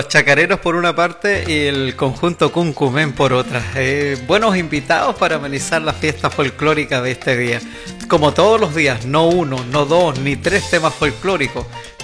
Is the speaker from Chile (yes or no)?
yes; Chile; aquí somos chilenos todo el año.